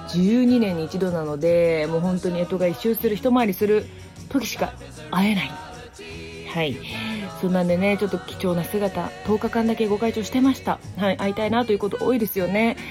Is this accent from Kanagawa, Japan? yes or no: yes; Kamakura, Kanagawa, Japan; 私の地元鎌倉は三浦半島の観音霊場もあるし